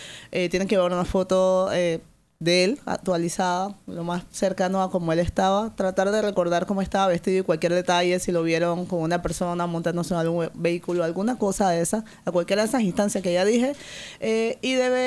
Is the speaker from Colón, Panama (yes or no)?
yes; Colón, Panama; Sí, yo soy de Colón.